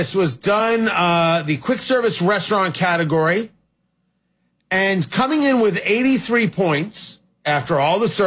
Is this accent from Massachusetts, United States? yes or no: no; New Jersey, United States; So I grew up in Jersey. Having a sub was the way it was.